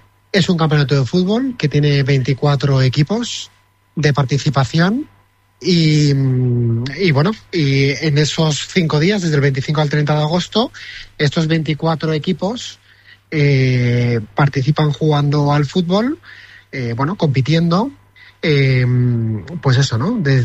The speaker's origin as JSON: {"language": "Spanish", "town": "Valencia", "region": "Valencian Community", "country": "Spain", "said": "Yo soy de Valencia, pero por la organización de este campeonato y otros motivos paso bastante tiempo en esta tierra"}